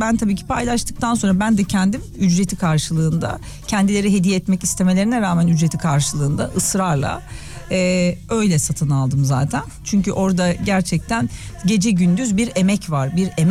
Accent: Mersin, Turkey; kendi memleketimde Mersin'de

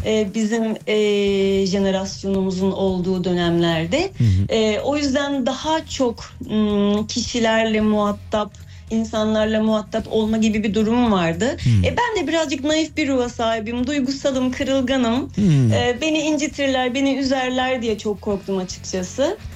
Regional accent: Ayvalık, Balıkesir, Turkey; now in Balıkesir, Turkey; Balıkesir merkezde yaşıyorum. Aslında doğma büyüme Ayvalıklıyım ben. Hı-hı. Okul dolayısıyla buraya gelip yerleşmek durumunda kaldım.

